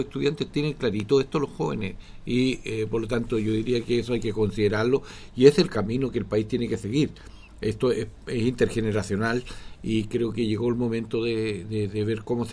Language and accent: Spanish; Talcahuano, Biobío, Chile; yo soy de Talcahuano